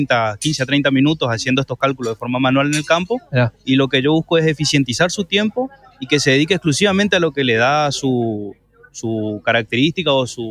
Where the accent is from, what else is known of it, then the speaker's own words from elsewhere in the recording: Itatí, Corrientes, Argentina; quiero mandar también un saludo para Itaibaté, que yo soy de Itaibaté Corrientes.